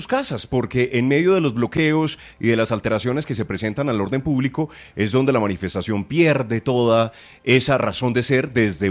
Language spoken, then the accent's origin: Spanish; Colombia; Claro, es que como colombianos tenemos el derecho de salir y la necesidad.